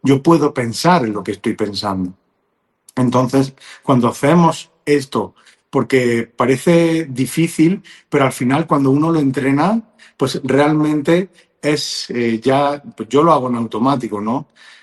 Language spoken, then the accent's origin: Spanish; Spain; now in Mexico